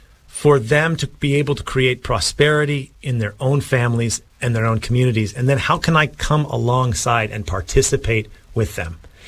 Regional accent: United States; I'm an American. I love America.

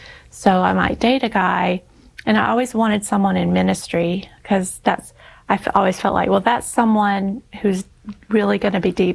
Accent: Alabama, United States; So I was proud to say, I'm from Alabama too.

